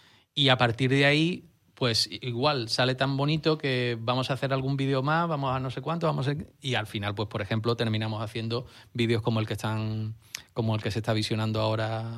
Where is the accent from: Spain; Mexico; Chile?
Spain; San Fernando, Andalusia; El hospital donde yo nací, el barrio donde yo me crié, el patio en el que yo jugaba, la guardería a la que yo iba.